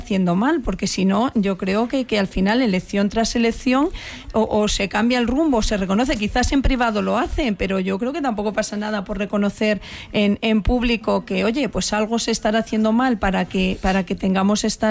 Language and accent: Spanish; Castilla-La Mancha, Spain; pero yo que soy castellano manchega